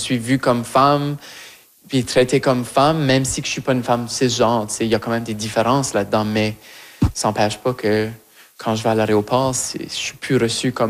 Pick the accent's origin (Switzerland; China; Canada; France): Canada; Shediac, New Brunswick; Moi, je viens de Shediac